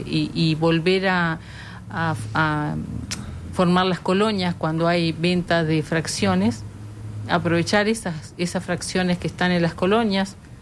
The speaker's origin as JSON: {"language": "Spanish", "region": "Salto", "country": "Uruguay", "tie": "born or raised there", "said": "Nací, sí, en campo, en Salto. Fue escuela rural, mi familia también es toda zona rural."}